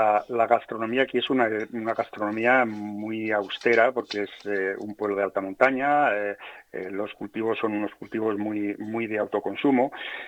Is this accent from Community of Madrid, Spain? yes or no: yes; Puebla de la Sierra, Community of Madrid, Spain; tenemos, ahora mismo me parece que son 57, casi 58 kilómetros cuadrados, y yo creo que somos el pueblo de Madrid con la menor densidad, porque somos 110, 105, 106 habitantes, somos de los pueblos que menos densidad por kilómetro cuadrado tenemos de la Comunidad de Madrid